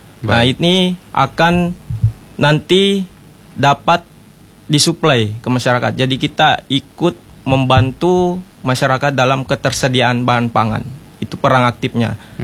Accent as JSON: {"language": "Indonesian", "region": "Sulawesi", "country": "Indonesia", "said": "Kami orang Sulawesi"}